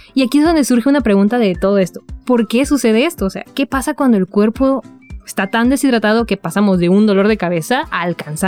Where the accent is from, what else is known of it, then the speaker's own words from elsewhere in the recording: Mexico; soy licenciada en nutrición, vengo desde México